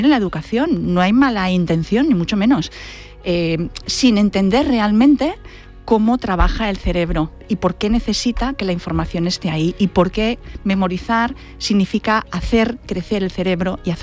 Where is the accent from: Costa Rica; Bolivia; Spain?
Spain; Barcelona, Catalonia; De Barcelona, de Barcelona